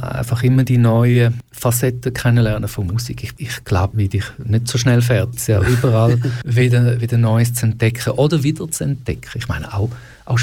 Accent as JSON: {"language": "German", "town": "Jerusalem", "region": "Jerusalem District", "country": "Israel", "tie": "born or raised there", "said": "Und ich meine, ich bin in Jerusalem aufgewachsen und dort kommen sowieso all die Kulturen ein bisschen zusammen."}